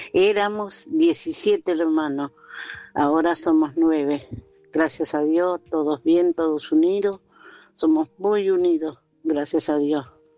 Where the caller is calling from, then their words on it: Pergamino, Buenos Aires Province, Argentina; de Pergamino.